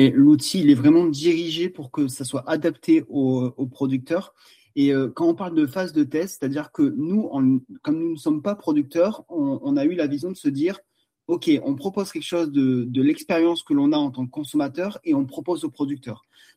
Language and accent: French; Provence-Alpes-Côte d'Azur, France; Nous, on est originaire des Hautes-Alpes et c'est vrai qu'on a toujours été habitués à bien manger, à bien consommer.